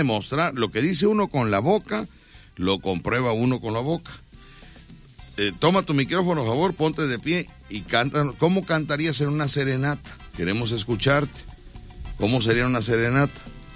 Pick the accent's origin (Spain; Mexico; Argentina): Mexico; Veracruz; Bueno, somos veracruzanos.